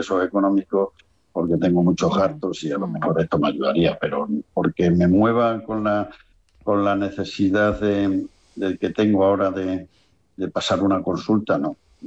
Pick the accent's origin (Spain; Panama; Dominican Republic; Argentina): Spain; Cáceres, Extremadura; Yo me siento extremeño, pero también Miguelete, porque